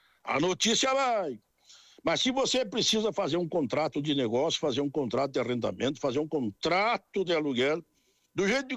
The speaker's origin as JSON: {"language": "Portuguese", "town": "Bom Jesus", "region": "Rio Grande do Sul", "country": "Brazil", "tie": "born there", "moved": "yes", "said": "a cidade de Bom Jesus, a terra onde eu nasci"}